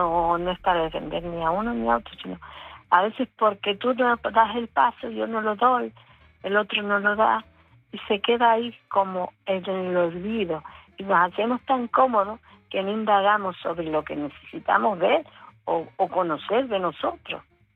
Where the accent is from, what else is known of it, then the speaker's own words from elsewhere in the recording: Canary Islands, Spain; porque yo soy canaria, de la isla de enfrente.